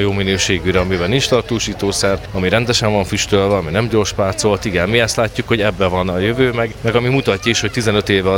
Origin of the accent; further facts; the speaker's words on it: Békéscsaba, Békés, Hungary; de Békés Csabai származású vagyok, így a szülőktől jött ez, hogy kolbászt gyártunk